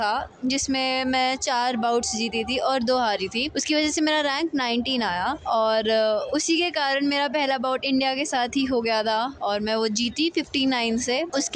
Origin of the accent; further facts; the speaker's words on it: Haryana, India; मैं हरियाणा से हूँ और मेरी एज 18 ईयर्स है।